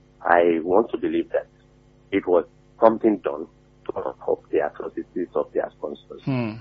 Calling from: Nigeria; calling from Alakunle.

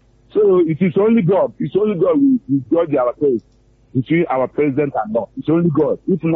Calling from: Elebu, Nigeria; Yes, I'm calling from Elebu.

